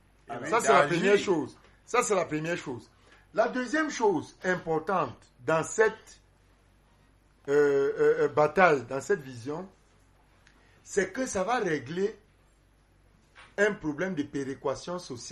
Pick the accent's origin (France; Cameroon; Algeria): Cameroon; le Cameroun, qui est notre pays